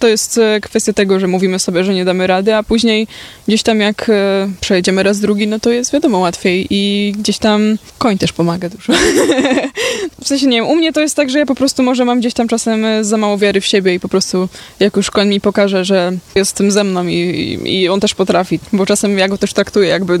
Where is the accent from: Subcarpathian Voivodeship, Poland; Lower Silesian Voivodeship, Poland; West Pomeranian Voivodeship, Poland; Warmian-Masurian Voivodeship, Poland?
West Pomeranian Voivodeship, Poland; Koszalin; Z Koszalina. Z Jemna.